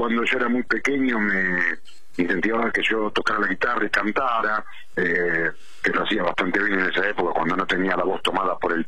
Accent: Munro, Buenos Aires Province, Argentina; yo soy de Vicente López, concretamente de Munro. Ahora vivo en Carpachay, pero de Munro, y fui al colegio integral de Munro.

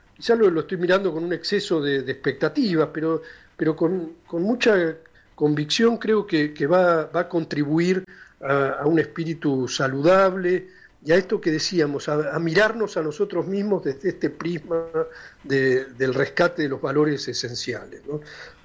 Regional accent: La Plata, Buenos Aires Province, Argentina; Yo soy de La Plata

